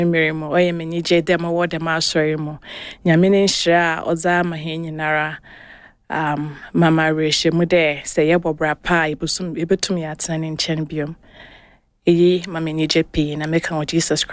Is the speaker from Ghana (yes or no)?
yes; Ghana; first language Fanti; English is a second language; my native language that I speak in my family is called Fanti.